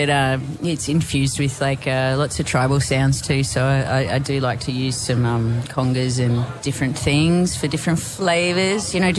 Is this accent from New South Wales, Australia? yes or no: yes; New South Wales, Australia; Well, I'm personally from the North Coast, but I've got a little shack in the bush with my Kelpie, and we like to grow food and stuff.